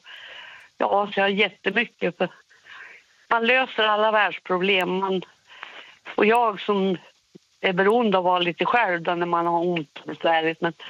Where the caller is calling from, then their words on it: Filipstad, Värmland, Sweden; Hemma i Värmland.